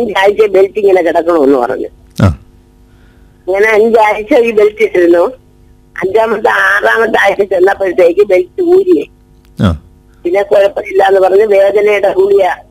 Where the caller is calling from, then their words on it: Peyad, Kerala, India; ഞാൻ പേയാട് നിന്നാണ് വിളിക്കുന്നത്.